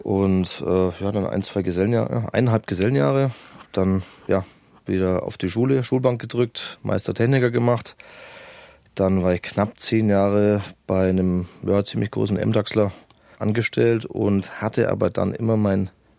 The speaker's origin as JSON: {"language": "German", "town": "Augsburg", "region": "Bavaria", "country": "Germany", "tie": "born there", "said": "Ja, tatsächlich, gebürtig in Augsburg, war aber der Augsburg, ja."}